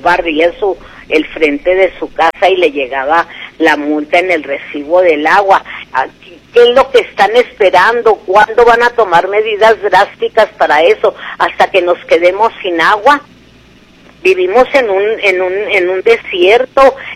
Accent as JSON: {"language": "Spanish", "region": "Chihuahua", "country": "Mexico", "tie": "born or raised there", "moved": "yes", "said": "yo nací en Chihuahua."}